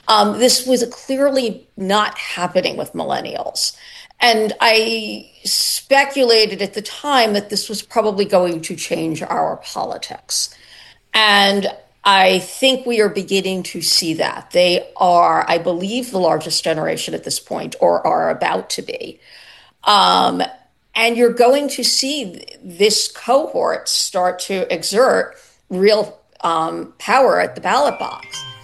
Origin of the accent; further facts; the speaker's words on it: New York, United States; now in Los Angeles, United States; I'm a New Yorker, so even though I live in Los Angeles these days, I'm still a New Yorker.